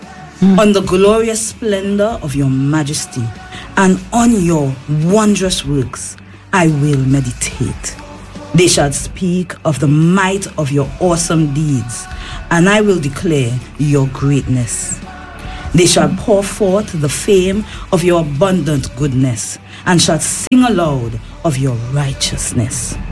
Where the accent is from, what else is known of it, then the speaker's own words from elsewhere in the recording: Tobago, Trinidad & Tobago; moved away as an adult; now in Montserrat; I am from Trinidad and Tobago, and particularly Tobago, where Montserrat actually reminds me of my home country.